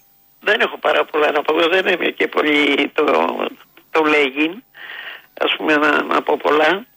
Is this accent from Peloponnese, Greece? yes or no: no; East Macedonia and Thrace, Greece; now in Dafni, Athens, Greece; εγώ είμαι από Καβάλα, από χωριό της Καβάλας.